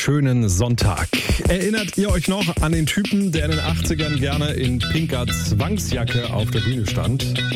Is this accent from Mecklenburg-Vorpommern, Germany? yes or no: yes; Schwerin, Mecklenburg-Vorpommern, Germany; born there; In dem Jahr, da wurde ich im Bezirkskrankenhaus in Schwerin geboren